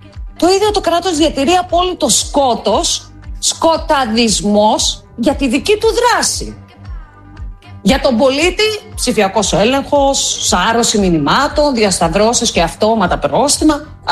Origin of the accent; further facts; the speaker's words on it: Greece; Προσπαθώ να βγάλω κι εγώ έτσι μια άκρη σαν Ελληνίδα φορολογούμενη.